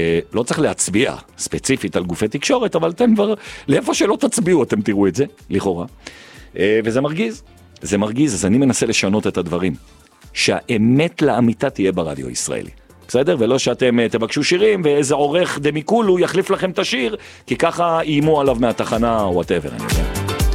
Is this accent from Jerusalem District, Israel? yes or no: yes; Jerusalem, Jerusalem District, Israel; 200 בקשות שירים, אני ירושלמי, 200, לי מותר לכם, אתם תגידו 200, אני 200.